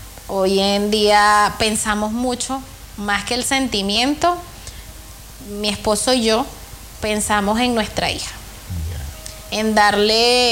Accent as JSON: {"language": "Spanish", "country": "Venezuela", "accent": "Venezuelan", "moved": "yes", "lives_now": "Chile", "said": "soy venezolana."}